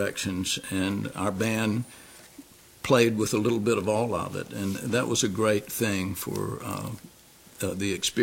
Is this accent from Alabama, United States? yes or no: yes; Alabama, United States; We grew up in Alabama, and I was the youngest of three children